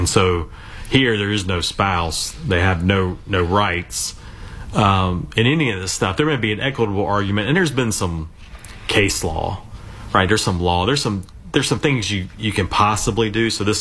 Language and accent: English; North Carolina, United States; born and raised in North Carolina